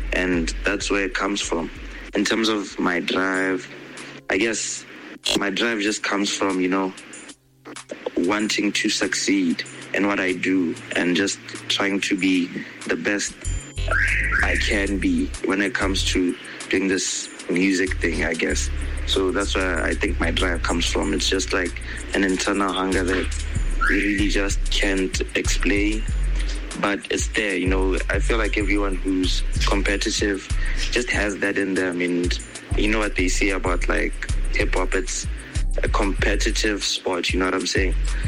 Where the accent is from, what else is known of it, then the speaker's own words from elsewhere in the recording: Botswana; I was born and raised in Botswana, but my parents are both Zimbabweans.